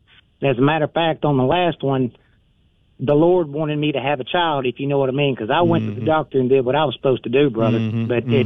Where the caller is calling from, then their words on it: Arkansas, United States; I'm from Arkansas